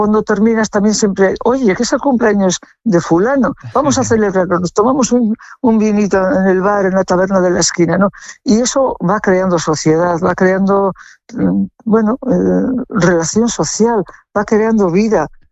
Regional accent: Gallarta, Basque Country, Spain; vengo de un pueblo alegre, de un pueblo con mucha gente en la calle

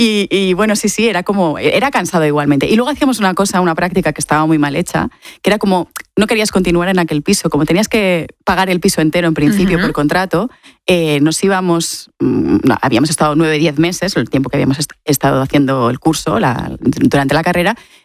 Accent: Mallorca, Balearic Islands, Spain; now in Barcelona, Spain; cuando vives en Barcelona siendo de Mallorca, siempre me he preguntado yo de dónde soy. Soy mallorquina, soy barcelonesa, ¿de dónde soy?

